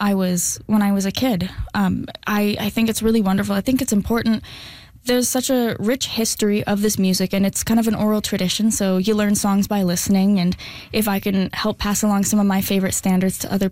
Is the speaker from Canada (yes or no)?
yes; Calgary, Alberta, Canada; I grew up in Calgary